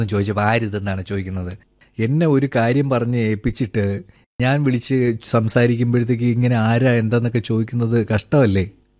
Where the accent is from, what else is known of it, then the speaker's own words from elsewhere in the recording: Nileshwaram, Kerala, India; ഞങ്ങൾ കാസർഗോഡ് നീലേശ്വരം നാട്ടിൽ നിന്നാണ്. ഗ്രാമത്തിന്റെ പേര് കൊട്രച്ചാൽ.